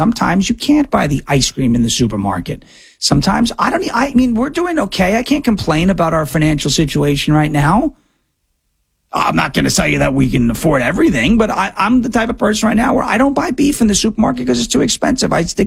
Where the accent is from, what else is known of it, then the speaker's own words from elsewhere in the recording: New York, United States; I come from New York.